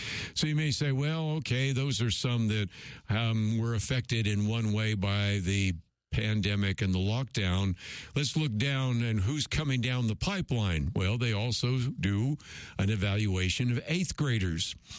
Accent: the Bay Area, California, United States; I grew up in the Bay Area

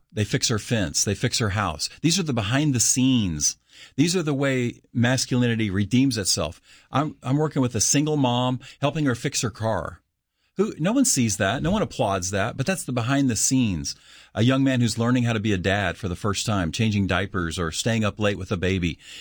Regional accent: Kansas, United States; and I'm from Kansas. I grew up in Kansas.

